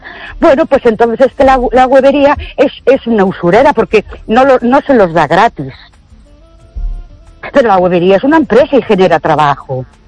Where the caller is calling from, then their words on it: Ourense, Galicia, Spain; de Ourense.